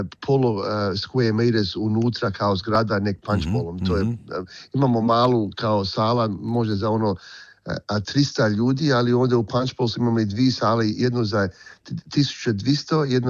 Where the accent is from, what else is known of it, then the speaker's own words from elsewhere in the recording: New South Wales, Australia; ja sam rođen u Australiji